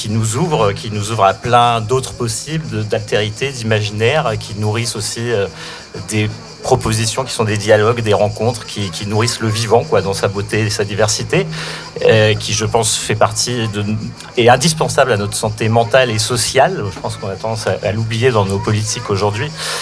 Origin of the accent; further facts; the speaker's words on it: Paris, Île-de-France, France; Donc moi j'ai grandi à la Goutte d'Or, donc je faisais partie d'une minorité de la Goutte d'Or, les Blancs, hein, et j'ai eu la chance autour de moi d'avoir plein de couleurs et de saveurs